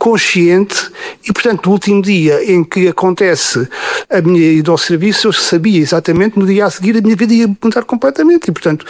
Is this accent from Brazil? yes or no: no; Arronches, Alentejo, Portugal; A minha infância foi toda feita em Arronches, porque o meu pai era guarda fiscal. Quando eu nasci, ele já vem para Arronches, e a minha infância é passada com.